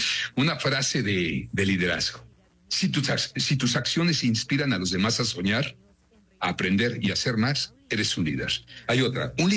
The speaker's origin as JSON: {"language": "Spanish", "country": "Mexico"}